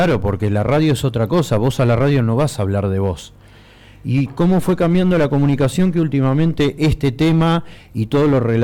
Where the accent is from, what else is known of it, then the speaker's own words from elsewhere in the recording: Argentina; yo soy el único argentino